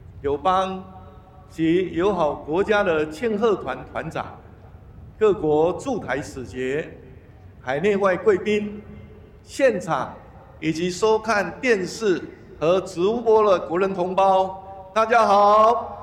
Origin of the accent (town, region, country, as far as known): Taiwan